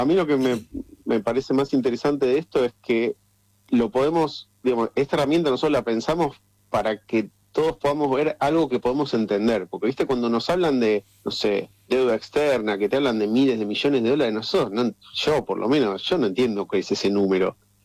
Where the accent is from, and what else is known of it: Argentina